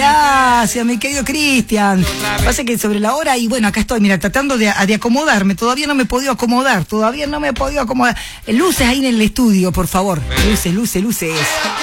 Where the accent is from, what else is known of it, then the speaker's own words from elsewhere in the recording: Argentina; Contentos y felices, señoras y señores, de poder disfrutar de Argentina, nuestro país.